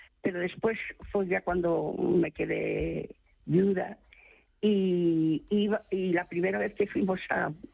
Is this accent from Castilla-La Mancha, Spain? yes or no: no; Vigo, Galicia, Spain; also born or lived in Villar de Rey; yo me crié aquí en Vigo.